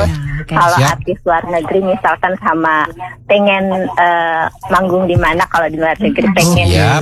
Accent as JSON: {"language": "Indonesian", "town": "Depok", "region": "West Java", "country": "Indonesia", "said": "Saya aslinya orang Depok."}